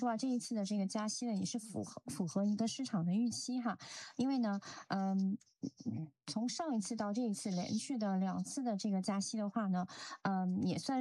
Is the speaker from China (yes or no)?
no; New Zealand; 我们新西兰人